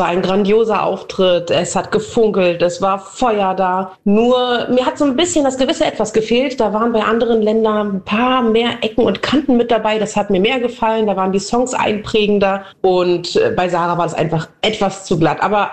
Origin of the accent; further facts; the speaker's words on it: Poland; born there; ich bin in Polen geboren.